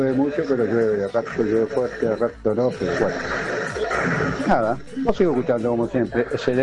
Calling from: Pilar, Buenos Aires Province, Argentina

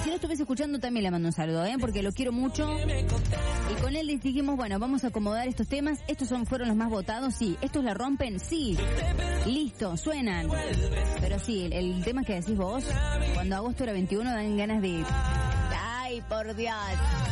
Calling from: Coronel Charlone, Buenos Aires Province, Argentina; de Coronel Charlone, provincia de Buenos Aires.

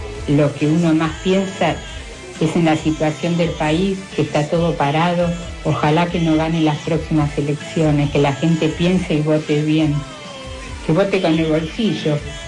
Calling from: Belgrano, Buenos Aires, Argentina; de Belgrano

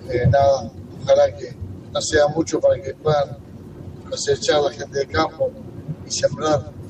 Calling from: Saladillo, Buenos Aires Province, Argentina; de Saladillo. Con lluvia venimos saliendo de Saladillo las 4 de la mañana

